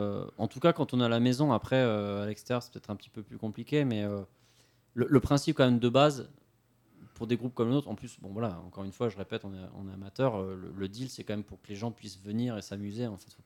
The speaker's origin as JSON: {"language": "French", "town": "Lyon", "region": "Auvergne-Rhône-Alpes", "country": "France", "moved": "yes", "lives_now": "Toulouse, France", "said": "je suis de Lyon à la base."}